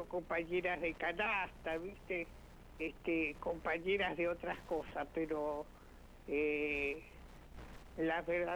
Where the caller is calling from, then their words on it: Hurlingham, Buenos Aires Province, Argentina; De Hurlingham.